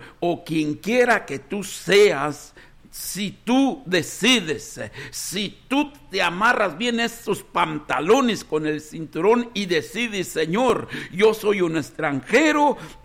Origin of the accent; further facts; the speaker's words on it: Mexico; born there; moved away; yo vengo de Ranchito Rincón de Alonso y allí había ranchitos alrededor.